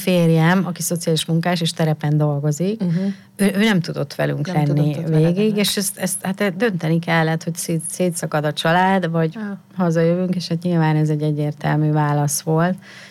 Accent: Miskolc, Borsod-Abaúj-Zemplén, Hungary; now in Budapest, Hungary; én Miskolcról származom, ugye Észak-Kelet-Magyarország, nagyon pici hely, és én már gyerekkoromban is azt éreztem, mivel sok falusi rokonunk, vagy hát a rokonaink mind falukból, különböző falvakból származtak a környékről, hogy én nem is kisvárosi lány vagyok, én falusi lány vagyok.

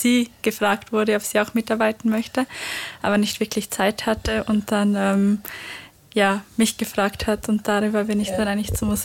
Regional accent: Sibratsgfäll, Vorarlberg, Austria; now in Sweden; Nein, ich komme eigentlich aus Siebratsgfell, aus dem Nachbardorf. Ich bin aber schon in Hittisau in die Schule gegangen, weil ich habe schon lange eine Verbindung zu Hittisau. Momentan lebe ich tatsächlich in Schweden, weil ich da noch meinen Master mache.

